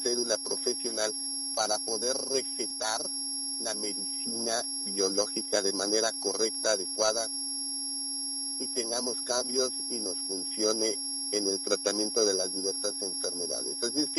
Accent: Tláhuac, Mexico City, Mexico; ¿Qué puedo hacer? Soy de Tláhuac.

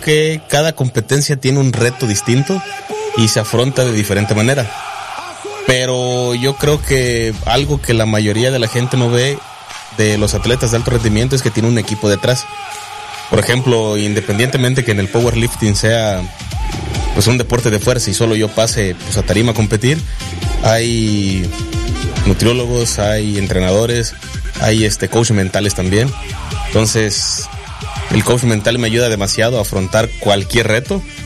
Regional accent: Tuxtla Gutiérrez, Chiapas, Mexico; creo que soy el primer chiapaneco en lograr, pues, un primer lugar dentro del Mr. Olympia

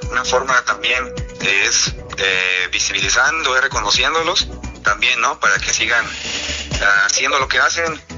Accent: Mexico; sentirnos bien orgullosos como pueblo mexicano, pueblo de maíz

